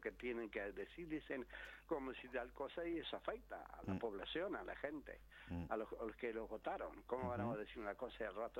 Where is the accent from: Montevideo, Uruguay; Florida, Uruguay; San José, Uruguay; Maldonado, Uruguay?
Montevideo, Uruguay; moved away; cuando yo, años atrás, cuando me vine de Montevideo para acá, usted me escuchaba a mí, iba a ver una fiera.